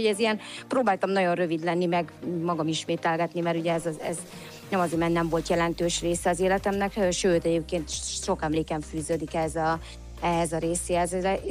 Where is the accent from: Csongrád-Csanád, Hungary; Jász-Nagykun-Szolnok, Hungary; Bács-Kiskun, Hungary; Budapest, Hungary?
Jász-Nagykun-Szolnok, Hungary; Szolnok; én szolnoki vagyok